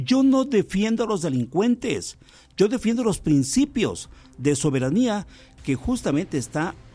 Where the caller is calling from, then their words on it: Mexico; entre nosotros los mexicanos